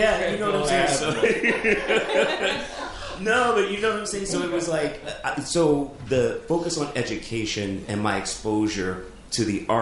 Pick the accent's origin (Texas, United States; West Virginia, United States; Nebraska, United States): Nebraska, United States; Lincoln; born there; also born or lived in Ohio; now in New York, United States; Growing up in Lincoln, it's a college town.